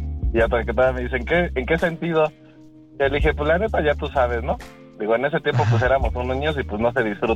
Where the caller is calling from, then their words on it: Chimalhuacán, State of Mexico, Mexico; Yo vivo ahí en Chimalhuacán. Soy de Chimalhuacán.